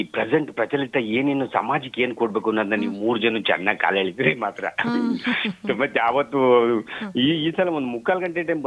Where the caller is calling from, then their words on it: Mandya, Karnataka, India; ಮಂಡ್ಯದಿಂದ ಮಾತಾಡ್ತೇನೆ.